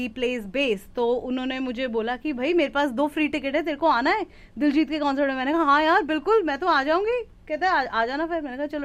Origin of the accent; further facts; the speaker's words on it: West Bengal, India; मतलब फन चीज ये है कि मैं तो बंगाली हूँ, मैं तो मुझे भंगड़ा उतना अच्छे से आता भी नहीं है। I am not even a Punjabi